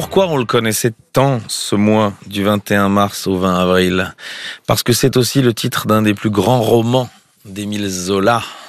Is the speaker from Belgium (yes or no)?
yes; Belgium; Je suis belge moi, vous savez.